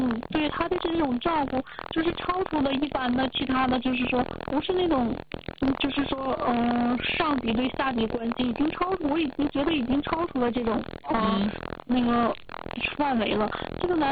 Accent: Changchun, Jilin, China; moved away as an adult; now in Hangzhou, China; 我家是东北的，我是吉林长春人，我今年26岁。

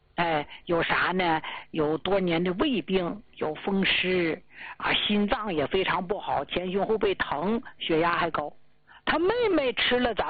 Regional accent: Jilin, China; 咱们家乡，吉林的

